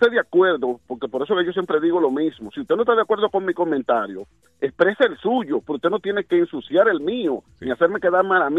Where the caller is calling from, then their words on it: Dominican Republic; Yo como dominicano me siento mal